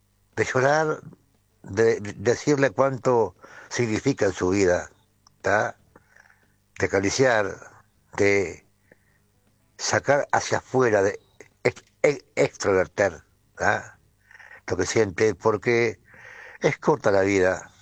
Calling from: Fray Bentos, Río Negro, Uruguay; me comunico desde Fray Bentos, Río Negro, República Oriental del Uruguay.

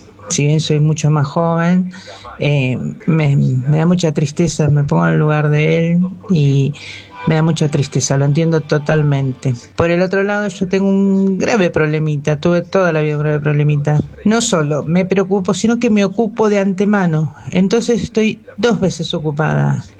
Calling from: Quilmes, Buenos Aires Province, Argentina; Hola Lu, hola a todos ahí en la radio. … de Siderata de Quilmes.

